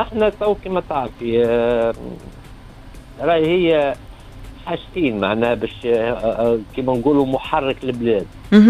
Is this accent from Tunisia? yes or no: yes; Tunisia; now in France